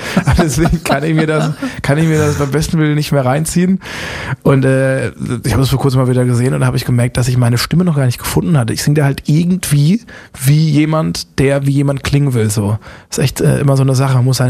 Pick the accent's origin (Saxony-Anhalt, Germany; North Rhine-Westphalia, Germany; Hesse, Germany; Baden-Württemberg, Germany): Baden-Württemberg, Germany; Busenbach; Aber jetzt bei mir, in meinem Heimatdorf, ist es natürlich...